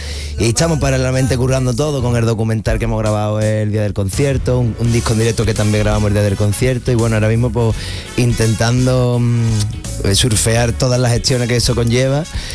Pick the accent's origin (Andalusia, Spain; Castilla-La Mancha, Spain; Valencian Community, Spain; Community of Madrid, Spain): Andalusia, Spain; Sanlúcar de Barrameda; en Sanlúcar, mi tierra